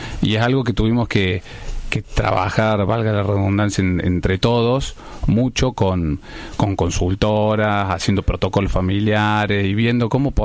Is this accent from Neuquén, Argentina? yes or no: no; Córdoba, Argentina; born there; nosotros nacimos en Córdoba